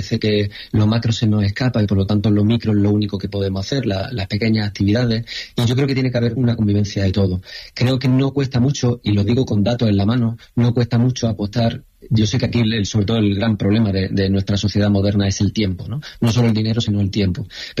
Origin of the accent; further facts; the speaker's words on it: Jaén, Andalusia, Spain; soy de Jaén y de familia que ha trabajado en el campo, ¿no?